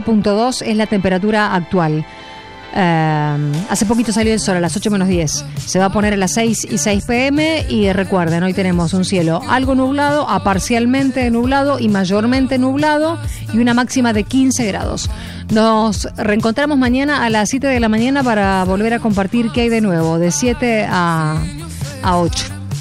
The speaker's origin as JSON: {"language": "Spanish", "region": "Santa Fe", "country": "Argentina", "tie": "born or raised there", "said": "Yo fui, bueno, toda mi infancia y adolescencia prácticamente en el Alberdi, así que lo conozco muy bien."}